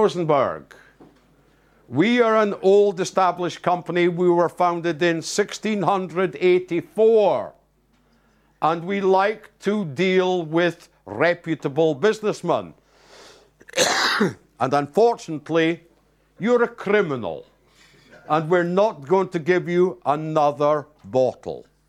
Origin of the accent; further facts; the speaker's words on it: Aberdeen, Scotland, United Kingdom; When I was a young boy in Aberdeen, my hometown, I used to go with my mother to do some grocery shopping in a store called Shivers Brothers